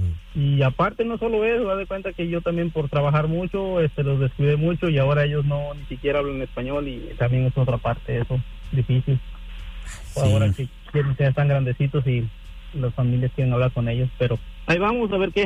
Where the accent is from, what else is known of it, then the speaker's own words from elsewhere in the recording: Mexico; now in United States; Porque haz de cuenta que yo soy de México y en México es otro rollo